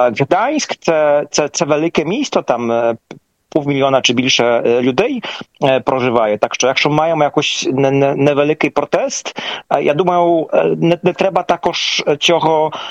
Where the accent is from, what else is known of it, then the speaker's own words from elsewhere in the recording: Poland; ми поляки